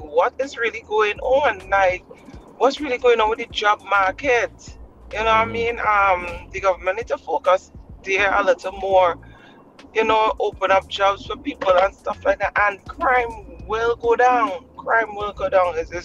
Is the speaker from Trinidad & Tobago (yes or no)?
yes; Trinidad & Tobago; I'm a Trinidadian, don't live in Trinidad